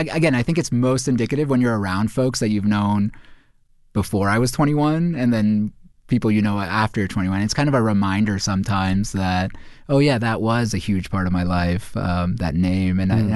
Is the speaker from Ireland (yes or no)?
no; India; of course, as an Indian author, my stories are about Indian folks